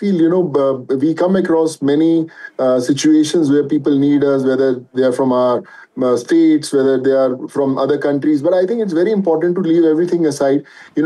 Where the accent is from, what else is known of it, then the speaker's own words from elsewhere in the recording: India; So I think as an individual, as an Indian, it's my responsibility to be with them and do my best.